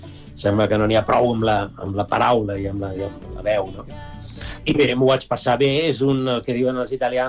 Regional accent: Barcelona, Catalonia, Spain; born there; also born or lived in Vatican City; de petit havia estudiat al Conservatori del carrer Bruc, el Conservatori Superior Municipal de Música de Barcelona

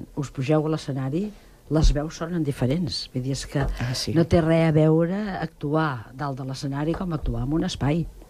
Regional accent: Sant Cugat del Vallès, Catalonia, Spain; born there

